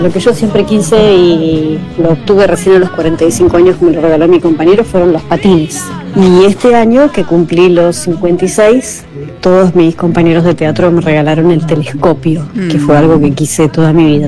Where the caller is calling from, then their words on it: San Martín, Buenos Aires Province, Argentina; de San Martín.